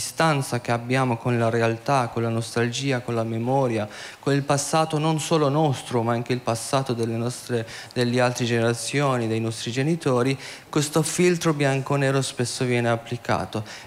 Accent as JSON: {"language": "Italian", "country": "Iran", "first_language": "Persian", "second_language": "Italian", "moved": "yes", "lives_now": "Italy", "said": "io sono iraniana senza essere saperlo sono iraniano"}